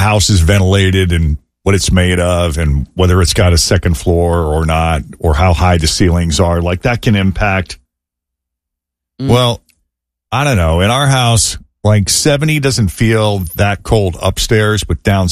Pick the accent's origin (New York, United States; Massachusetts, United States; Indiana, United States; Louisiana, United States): Massachusetts, United States; moved away; My home state of Massachusetts